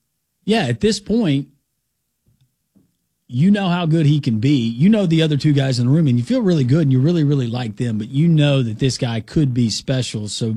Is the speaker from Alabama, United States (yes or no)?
yes; Birmingham, Alabama, United States; I grew up here in Metro Birmingham with them